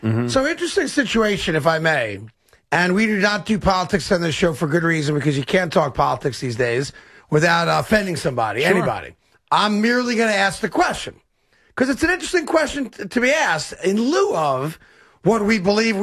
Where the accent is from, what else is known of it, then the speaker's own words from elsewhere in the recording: New York, United States; I may not like the guy, may not know the guy, but as a New Yorker, I root for the guy to do well.